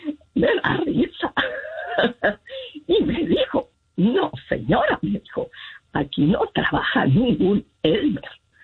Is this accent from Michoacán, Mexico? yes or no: no; Sinaloa, Mexico; now in Los Angeles, United States; Yo soy sinaloense.